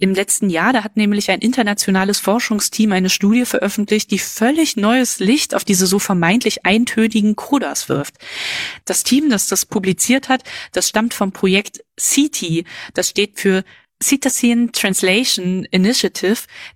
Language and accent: German; Berlin, Germany; accent: Berlinisch; Und ich komme aus Berlin und wenn ich dann auch noch mehr Berlinere, dann sage ich Hake und Hacke.